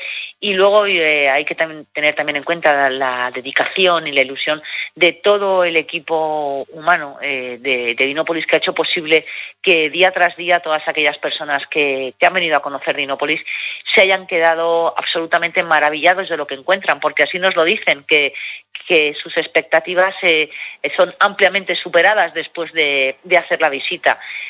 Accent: Teruel, Aragon, Spain

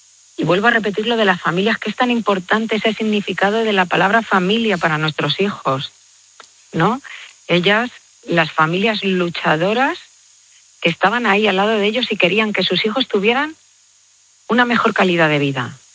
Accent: Castilla-La Mancha, Spain; Porque somos muy manchegos también

